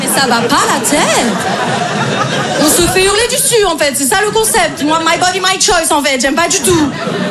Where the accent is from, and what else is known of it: Paris, Île-de-France, France